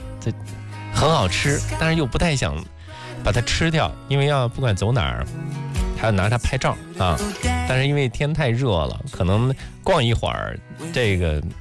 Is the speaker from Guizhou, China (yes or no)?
no; Shijiazhuang, Hebei, China; 我们石家庄这边